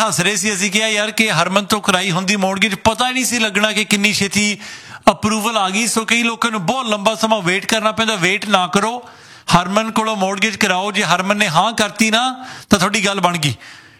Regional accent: Sidhwan Khurd, Punjab, India; ਸਾਡਾ ਹੈਗਾ ਸਿੱਧਵਾਂ ਖੁਰਜ ਗਰਾਉਂ ਕੋਲੇ ਸਿੱਧਵਾਂ ਬੇਟ ਤਾਂ ਬਹੁਤ ਦੂਰ ਪੈ ਜਾਂਦਾ

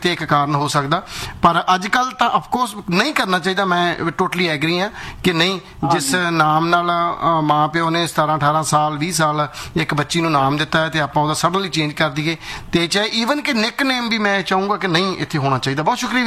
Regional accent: Faridkot, Punjab, India; ਪਰ ਮੈਂ ਵੀ ਫਰੀਦਕੋਟ ਤੋਂ ਹੀ ਆ, ਸਾਡੇ ਤਾਂ ਸਾਰੇ ਟੱਬਰ ਦੇ ਚੇਂਜ। ਜੀ ਅਸੀਂ ਵੀ ਬਸ ਇੱਥੇ ਗੋਲੇ ਗੋਲੇ ਵਾਲਾ, ਬਸ ਨਿੱਕੇ ਨਿੱਕੇ ਪਿੰਡਾਂ

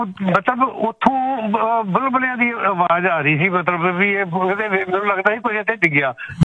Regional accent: Ludhiana, Punjab, India; ਅੱਛਾ ਮੈਂ ਲੁਧਿਆਣੇ ਤੋਂ ਹੈਗਾ ਤੇ ਲੁਧਿਆਣੇ ਦੇ ਸਾਡੇ ਨਾ ਘਰ ਦੇ ਬਾਹਰ ਮਤਲਬ ਬਹੁਤ ਵੱਡੀ ਨਾਲੀ ਹੁੰਦੀ ਸੀ

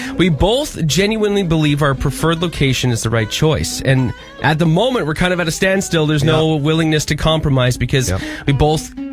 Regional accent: Ontario, Canada; I'm originally from Ontario.

